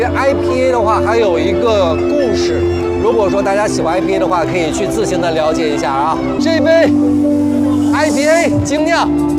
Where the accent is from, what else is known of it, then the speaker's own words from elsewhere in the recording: Heilongjiang, China; 咱们黑龙江人